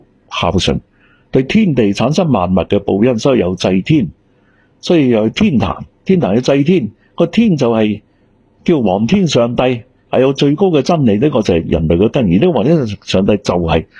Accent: Singapore; 系我哋而家唔系中国人嚟噶，我系新加坡人。

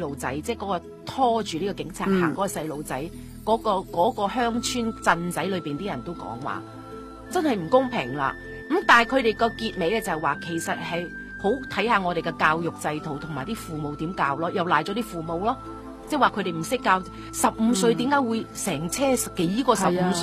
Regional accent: Singapore; born there; 然后佢翻我喺新加坡出世

